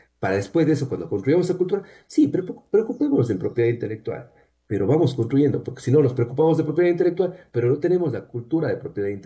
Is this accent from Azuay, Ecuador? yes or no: yes; Cuenca, Azuay, Ecuador; estoy yo en este caso, y notarás por mi acento, desde Cuenca he podido trabajar con países de España, Colombia, Israel